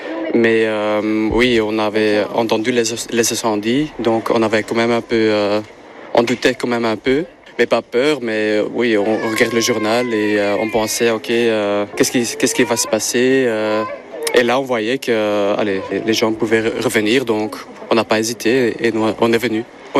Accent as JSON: {"language": "French", "country": "Belgium", "said": "On vient tout près de Bruxelles."}